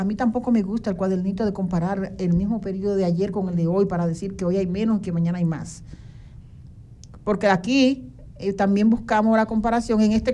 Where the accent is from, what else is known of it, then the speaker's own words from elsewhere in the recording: Dominican Republic; Pero somos dominicanos y tenemos sangre en las venas y somos mujeres.